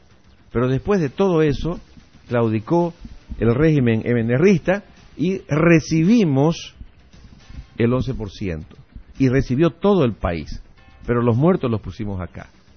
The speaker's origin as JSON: {"language": "Spanish", "region": "Santa Cruz", "country": "Bolivia", "said": "los cruceños, que somos bolivianos por supuesto y muy bolivianos"}